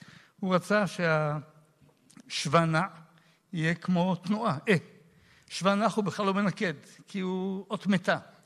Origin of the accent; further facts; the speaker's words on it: Jerusalem, Jerusalem District, Israel; אני גדלתי בירושלים עם הוריי, עם אחיותיי ואחי, בדירה היום אומרים קטנה, לנו היא נראית מאוד מרווחת, בשכונה שרובה היו מה שקראו מפייניקים, או הציונים הפרוגרסיביים